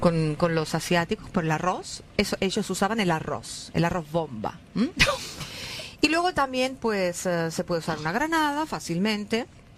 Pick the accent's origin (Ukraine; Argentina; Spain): Argentina; moved away; yo soy argentina, no soy asturiana.